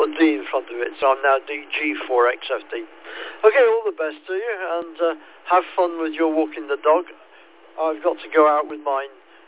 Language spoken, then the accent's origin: English; Winsford, North West England, United Kingdom; moved away as an adult; now in Germany; I'm from Winsford in Cheshire, but I've moved over here about 30 years ago